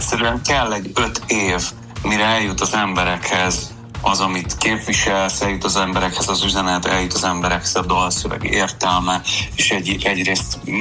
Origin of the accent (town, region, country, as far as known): Hungary